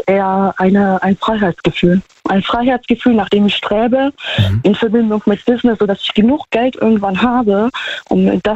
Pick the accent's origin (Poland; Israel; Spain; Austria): Poland; Ich komme auch aus Polen, ich bin jetzt auch nicht Gold geboren, sag ich jetzt mal.